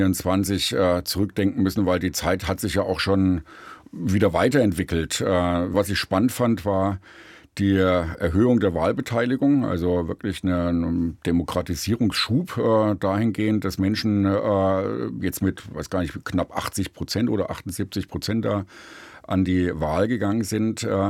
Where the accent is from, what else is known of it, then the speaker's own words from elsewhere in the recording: Thuringia, Germany; ich komme ja aus Thüringen